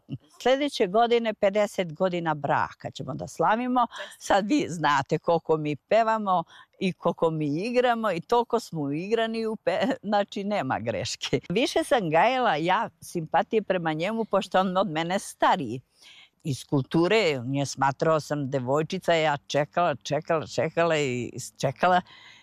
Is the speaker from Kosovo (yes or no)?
yes; Brezovica, Kosovo; born there; now in Štrpce, Kosovo; s obzirom da živim na selu i dan danas, da sam ovde u Štrpce, rođena sam na Brezovici, a udata u Štrpce